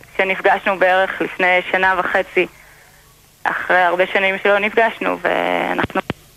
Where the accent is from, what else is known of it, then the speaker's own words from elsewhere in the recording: Safed, Northern District, Israel; now in Central District, Israel; אנחנו ילידי צפת שנינו, מתגוררים באזור המרכז, אבל אנחנו ילידי צפת